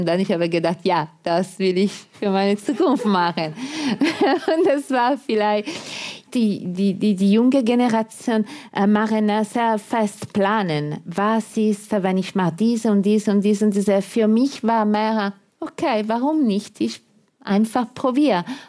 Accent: Italy; German is a second language; Nun, für mich als Italiener war etwas negativ, aber alle anderen waren zufrieden.

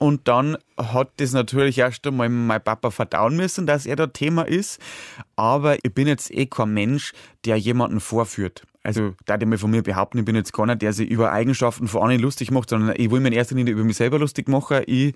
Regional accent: Bavaria, Germany; Und im Bayerischen Wald, wo ich herkomme, da hat ja niemand, wenn da einer gewarnt hat, ein Mann gewarnt, um Gottes Willen, das war ja das Schlimmste.

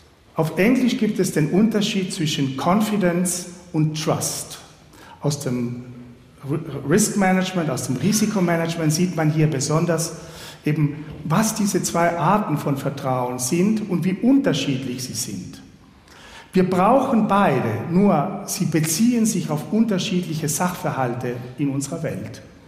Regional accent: Argentina; now in Switzerland

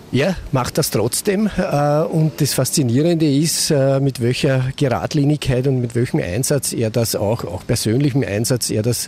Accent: Lower Austria, Austria; Ich komme ja aus dem Weinviertel, aus der Nähe von Wien

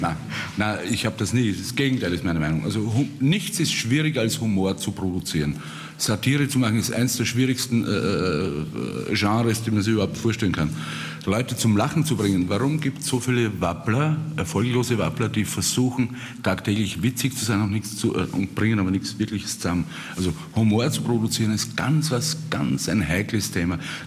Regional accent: St. Pölten, Lower Austria, Austria; Ich bin in St. Pölten geboren worden im Jahr 1949 und bin gebürtiger St. Pöltener. Immerhin der Bürger einer Metropole.

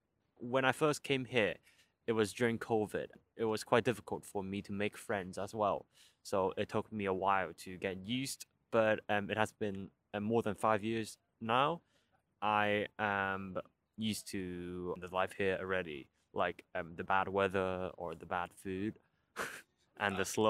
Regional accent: Hong Kong; English is a second language; now in United Kingdom; I'm from Hong Kong, and Hong Kong has a subtropical climate, which means it's quite hot in both summer times and winter times.

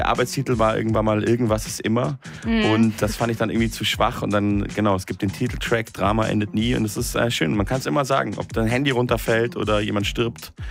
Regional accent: Munich, Bavaria, Germany; Ich bin ja in München aufgewachsen

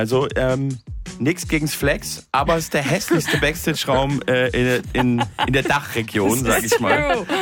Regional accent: Munich, Bavaria, Germany; Ich bin ja in München aufgewachsen und ich habe schon viel Morningshow FM4 gehört.

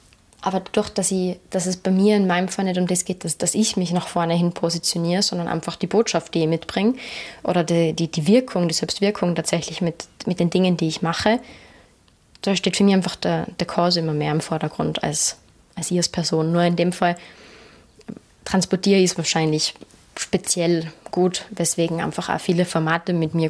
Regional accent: Kufstein, Tyrol, Austria; Ich bin ja wirklich aufgewachsen im Wirtshaus.

